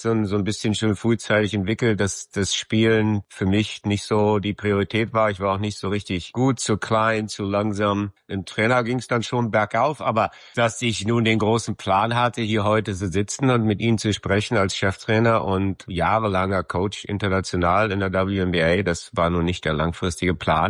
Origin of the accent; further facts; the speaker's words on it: Berlin, Germany; moved away as an adult; Zuerst bin ich aufgewachsen in Lichtenrade